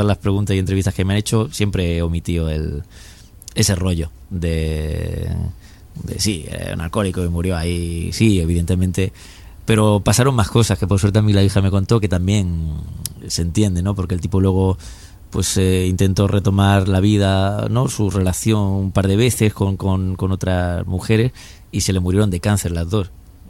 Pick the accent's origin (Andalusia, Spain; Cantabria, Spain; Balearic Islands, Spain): Andalusia, Spain; accent: Jaén; Y mi acento en el disco, mucho filólogo me dirá, pero ¿qué me estás contando, sabes? Que tiene acento de Jaén en muchas cosas